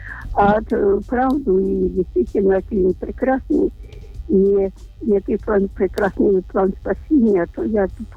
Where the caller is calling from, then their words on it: Kyiv, Ukraine; Це я з Києва телефоную.